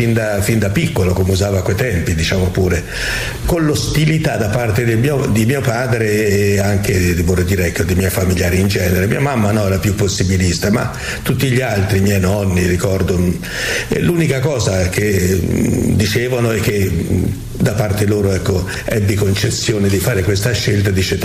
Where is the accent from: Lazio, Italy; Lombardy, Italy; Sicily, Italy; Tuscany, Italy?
Tuscany, Italy; Arezzo; io sono nato ad Arezzo, non nella città ma nelle immediate vicinanze di Arezzo, tant'è che la scuola elementare io l'ho fatta dentro la città di Arezzo, ecco, per dire che eravamo molto vicino.